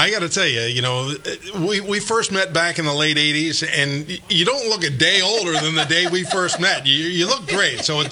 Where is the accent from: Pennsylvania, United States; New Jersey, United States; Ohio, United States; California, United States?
New Jersey, United States; growing up in New Jersey, right south of New York City